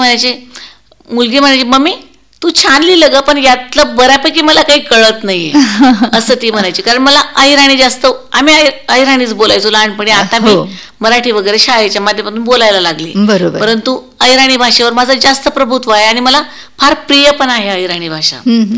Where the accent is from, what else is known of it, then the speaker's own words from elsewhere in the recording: Marwad, Maharashtra, India; माझं बालपण अमळनेर तालुक्यातील मारवड या गावी गेलं। माझे वडील सालगडी म्हणून काम करत असत